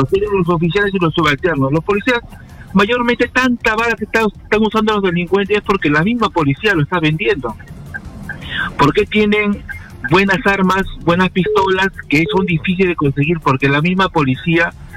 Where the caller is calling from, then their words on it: Lima, Peru; Llamo de acá del Cono Norte